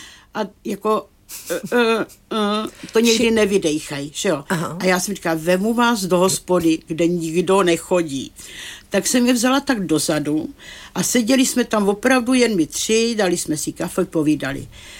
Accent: Hradec Králové, Hradec Králové Region, Czechia; moved away as an adult; now in Turnov, Czechia; Já pocházím z Hradce Králové.

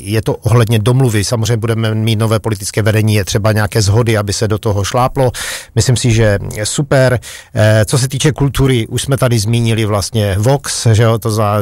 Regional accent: Frýdek-Místek, Moravian-Silesian Region, Czechia; moved away as an adult; now in Ostrava, Czech Republic; já nejsem rodák. Já jsem do Ostravy přivandroval, sice jsem z Vítku Místku, ale přivandroval jsem v nějakých 22 letech a v podstatě musím říct, že dneska jsem Ostravák.

